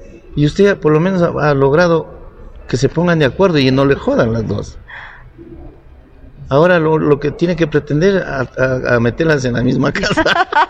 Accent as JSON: {"language": "Spanish", "town": "Cali", "region": "Valle del Cauca", "country": "Colombia", "said": "Yo soy nacido aquí en Cali, soy valluno, pero mis padres son nariños."}